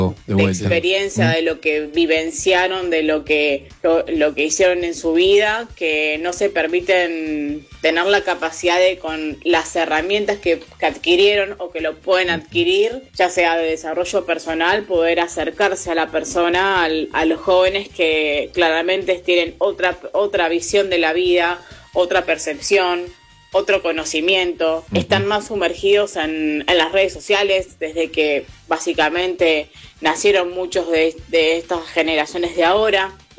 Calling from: Buenos Aires, Argentina; de Almagro

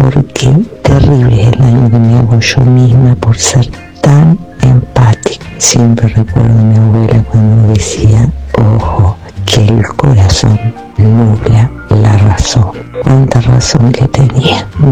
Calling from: Pergamino, Buenos Aires Province, Argentina; de Pergamino.

